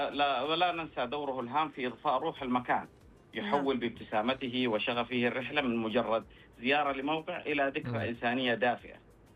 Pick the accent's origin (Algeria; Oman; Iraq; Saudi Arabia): Saudi Arabia; Jazan, Jazan Province; في القرية التراثية عندنا في جازان